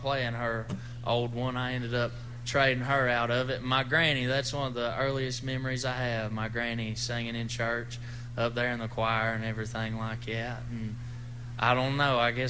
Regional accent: Bryson City, North Carolina, United States; y'all can tell I'm a mountain boy. This next one I'm going to sing, I'm from Bryson City, North Carolina.

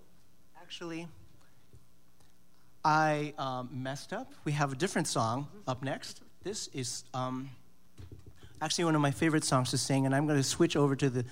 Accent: Philippines; So I'm from the Philippines and come from multiple generations of farmers.

